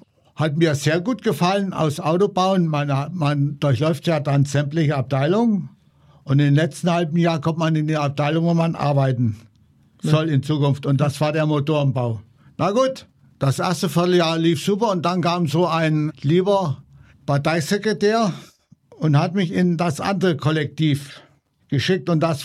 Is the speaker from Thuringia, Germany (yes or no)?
yes; Ifta, Thuringia, Germany; schon 71 Jahre alt geworden. Bin ein Kind der DDR. Bin an der Grenze aufgewachsen, im schönen Ifta, an der innerdeutschen Grenze.